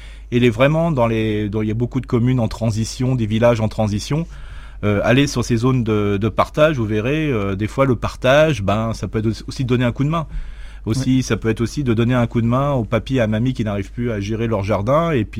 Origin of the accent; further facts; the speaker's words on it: Grand Est, France; tout le monde on est généreux, on est alsacien comme je dis toujours.